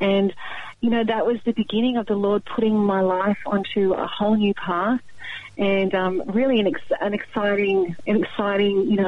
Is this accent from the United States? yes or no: no; Sydney, New South Wales, Australia; I was raised in Sydney. So in the southwest area, I grew up in a broken family of a mum and stepfather and my dad.